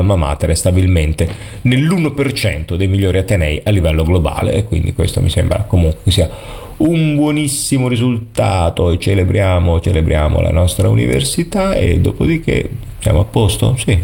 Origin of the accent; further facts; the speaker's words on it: Albania; now in Italy; Sono albanese, mio padre è un autista di bus nel mio paese